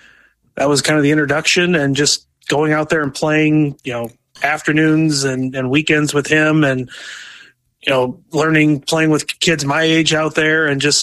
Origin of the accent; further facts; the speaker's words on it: Wisconsin, United States; Town I grew up in Wisconsin had a little nine-hole golf course, and it was PGA Pro owned